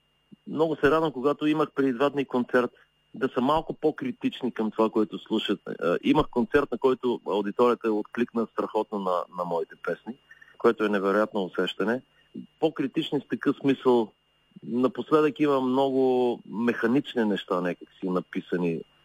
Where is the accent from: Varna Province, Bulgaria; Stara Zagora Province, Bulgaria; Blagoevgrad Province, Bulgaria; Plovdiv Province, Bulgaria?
Blagoevgrad Province, Bulgaria; Gotse Delchev; also born or lived in Flensburg, Germany; Аз съм от Гоце Делчев и тъй като се прибрах тук заради майка ми да съм по-близо до нея